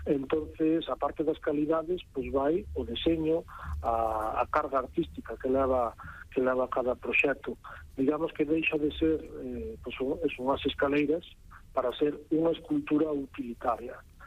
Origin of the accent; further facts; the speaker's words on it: Santipián, Galicia, Spain; foi un dos que fixen aquí na miña terra, en Santipián, na Mariña.